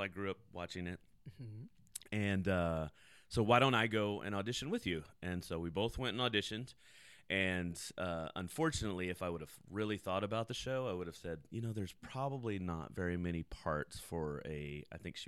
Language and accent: English; Bryan, Texas, United States; So yes, I am from Bryan College Station. Well, I mean, yes, my family moved here when I was like 8.